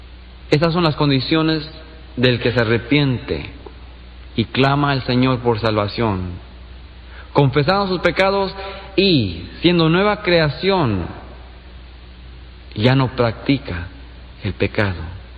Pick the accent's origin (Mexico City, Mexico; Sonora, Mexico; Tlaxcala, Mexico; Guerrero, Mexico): Mexico City, Mexico; born there; yo nací en México, el Distrito Federal, toda mi familia es católica, y yo crecí con idolatría, una religión pagana, con santos y vírgenes.